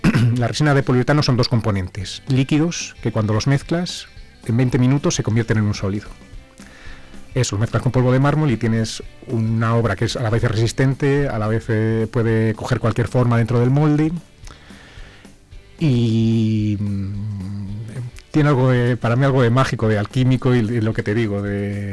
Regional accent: Zamora, Castile and León, Spain; siendo oriundo de aquí de Zamora ciudad, entrarle a una cosa de los pueblos, no siendo yo del pueblo

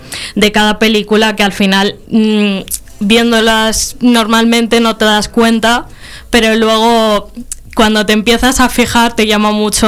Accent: Palencia, Castile and León, Spain; como soy de Palencia, al final me pilla muy cerca de casa, este sitio.

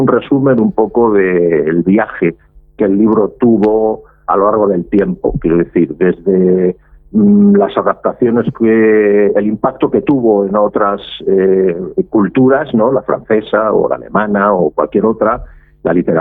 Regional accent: Valencia, Valencian Community, Spain; yo vengo de Valencia, la editorial es valenciana

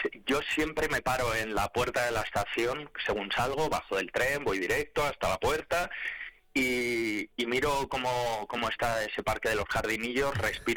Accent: Palencia, Castile and León, Spain; moved away as an adult; now in Madrid, Spain; con los que me codeo por aquí, por Madrid, cada vez que se enteran que soy de Palencia

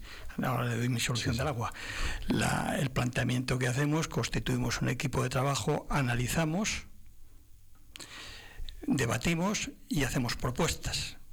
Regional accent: Segovia, Castile and León, Spain; somos todos segovianos y sentimos Segovia

